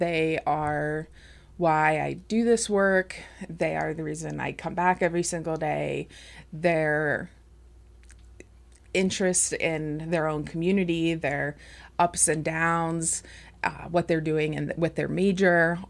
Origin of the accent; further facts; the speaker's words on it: New York, United States; also born or lived in Indiana; now in Geneseo, United States; I'm originally from New York.